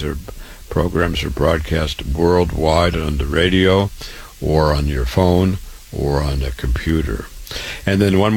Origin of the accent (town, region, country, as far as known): Waterloo, Iowa, United States; born or raised there